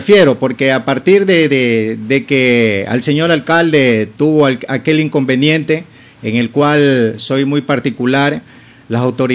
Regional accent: Esmeraldas, Ecuador; Yo soy del sector de La Propicia 2, en el cual siempre he representado diferentes sectores de los barrios

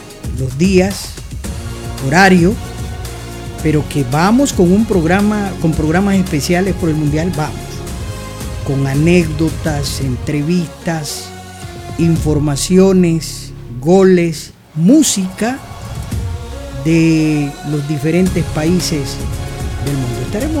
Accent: Ecuador; nuestro país, Ecuador.

